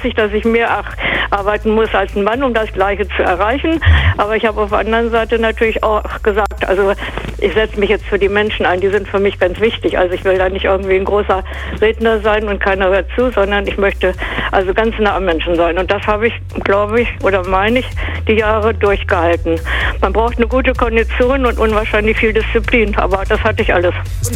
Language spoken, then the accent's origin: German; Wolfsburg, Lower Saxony, Germany; ich bin in Fallersleben geboren worden, habe eigentlich, sag ich jetzt mal, mich mit diesem Ort hier identifiziert, bin hier aufgewachsen